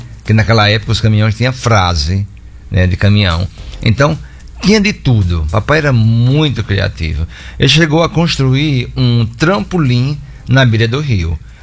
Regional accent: Mossoró, Rio Grande do Norte, Brazil; Eu nasci em 56, em Mossoró. Eles tinham acabado pouco tempo de chegar em Mossoró.

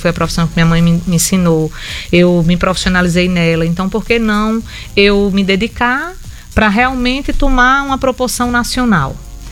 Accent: São Paulo, Brazil; born there; moved away; eu nasci em São Paulo, eu e minha irmã.

